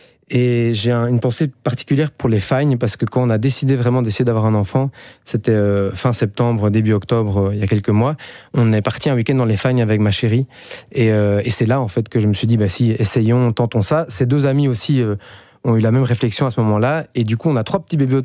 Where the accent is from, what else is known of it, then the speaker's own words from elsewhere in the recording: Brussels, Brussels-Capital Region, Belgium; accent: Belgian, Brussels; Au Québec, j'ai un accent belge, en France aussi, et même bruxellois, et je le revendique.